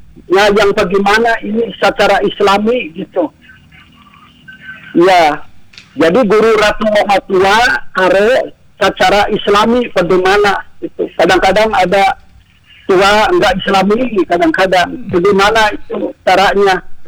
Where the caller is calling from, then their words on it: Subang, West Java, Indonesia; Sama saya dari Subang.